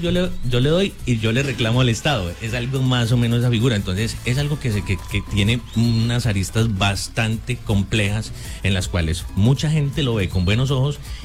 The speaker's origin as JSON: {"language": "Spanish", "country": "Colombia", "said": "somos colombianos"}